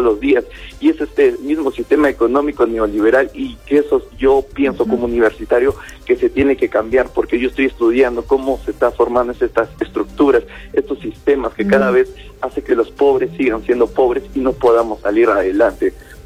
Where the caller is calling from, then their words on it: Chiguata, Arequipa, Peru; personas como yo que vivo en Chihuahua sigo teniendo que comer polvo, que no hay agua, no hay desagüe